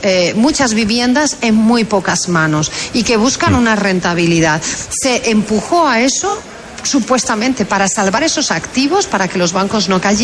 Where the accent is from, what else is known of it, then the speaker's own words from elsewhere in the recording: Madrid, Community of Madrid, Spain; Yo soy de Madrid, pues Madrid para los madrileños y Sevilla para los sevillanos